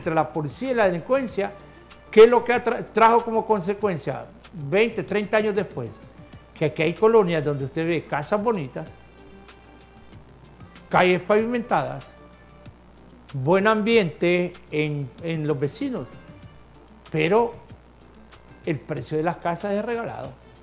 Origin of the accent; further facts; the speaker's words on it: Honduras; Yo se lo digo como ciudadano, como hondureño